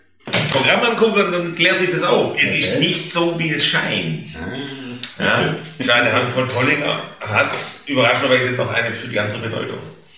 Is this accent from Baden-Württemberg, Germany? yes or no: yes; Stuttgart, Baden-Württemberg, Germany; accent: Swabian; ja, ich komme aus Stuttgart, spreche aber Oxford-Schwäbisch und da haben wir schon mal einen Lacher.